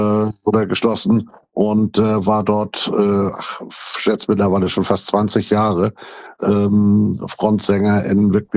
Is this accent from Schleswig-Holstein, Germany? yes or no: yes; Fehmarn, Schleswig-Holstein, Germany; moved away as an adult; now in Thailand; Ich bin auf der Ostseeinsel Fehmarn ja groß geworden.